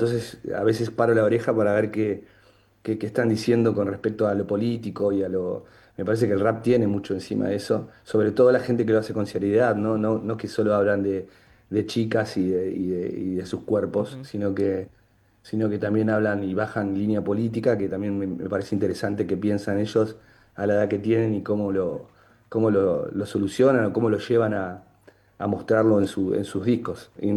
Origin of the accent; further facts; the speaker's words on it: Patagonia, Argentina; soy patagónico hasta la muerte y no, nunca lo voy a dejar de ser.